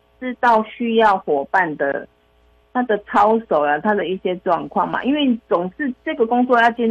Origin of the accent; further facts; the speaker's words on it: Kaohsiung, Taiwan; 主持人好，听众朋友大家好，